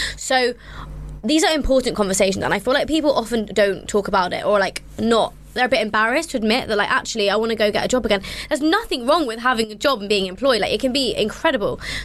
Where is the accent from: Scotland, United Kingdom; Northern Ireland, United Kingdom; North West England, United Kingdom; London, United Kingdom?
London, United Kingdom; am of the Jain religion, but also born and raised in London.